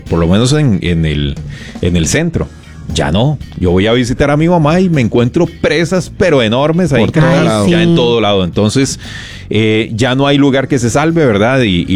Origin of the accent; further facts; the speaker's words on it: Cartago, Costa Rica; moved away as an adult; yo soy de vivía en Cartago desde que nací hasta los 32 años que me casé.